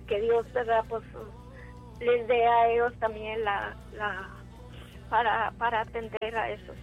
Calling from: Edinburg, Texas, United States; De Erinburg

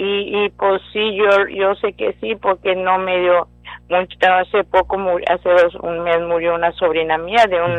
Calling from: Brownsville, Texas, United States; Yo soy de Brownsville.

